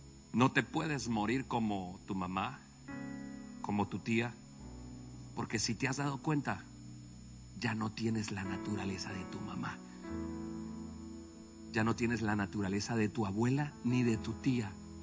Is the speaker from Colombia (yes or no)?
yes; Colombia; Pues yo soy colombiano